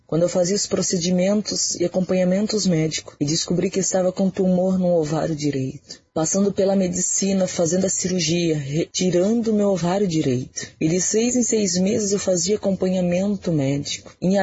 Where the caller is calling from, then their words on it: Bombinhas, Santa Catarina, Brazil; sou da cidade de Bombinhas.